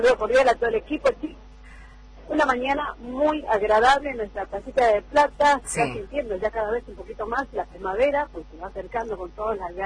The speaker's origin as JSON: {"language": "Spanish", "region": "Jujuy", "country": "Argentina", "said": "como provincia, como ciudadanos jujeños"}